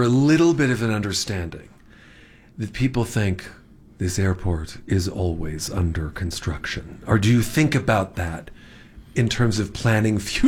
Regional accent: Los Angeles, California, United States; In my hometown of Los Angeles, the mosaic tiles on the walls of the walkways.

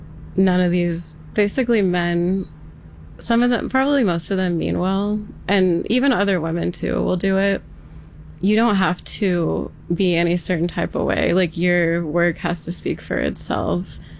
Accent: West Coast, United States

